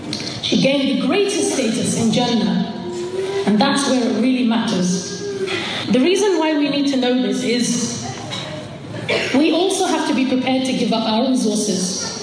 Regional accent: Hackney, London, United Kingdom; we grew up in Hackney. She used to walk on the streets of Hackney at a time when nobody wore hijab.

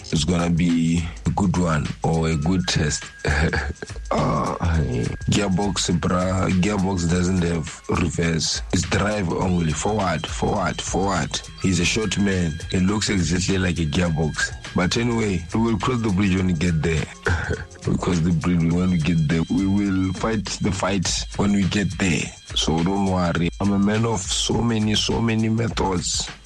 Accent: Francistown, North-East District, Botswana; now in Gaborone, Botswana; I'm based in Gaborone. I was born and raised in Francistown.

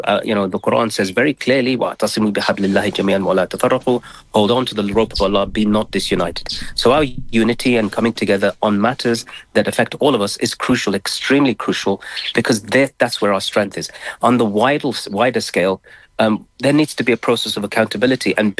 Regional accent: United Kingdom; I come from the United Kingdom

